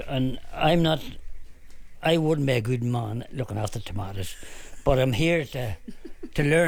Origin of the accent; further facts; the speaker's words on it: Northern Ireland, United Kingdom; now in Newcastle, United Kingdom; I'm originally a Bella McGinty man, but I'm married and living in Newcastle.